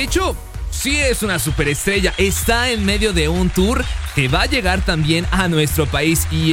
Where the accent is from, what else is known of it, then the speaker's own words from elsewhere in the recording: Mexico; como mexicanos los arropamos bastante.